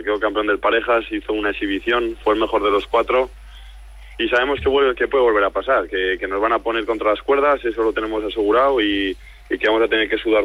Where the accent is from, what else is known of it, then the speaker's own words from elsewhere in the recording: La Rioja, Spain; Soy un riojano bastante falso.